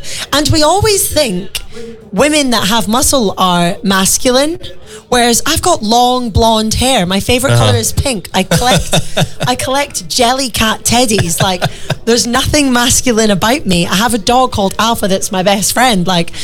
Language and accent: English; Scotland, United Kingdom; I'm from Scotland, so I see rain quite a lot.